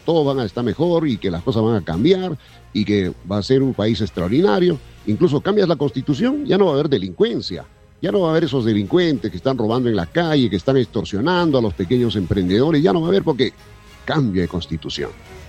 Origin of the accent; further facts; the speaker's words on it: Peru; todos somos peruanos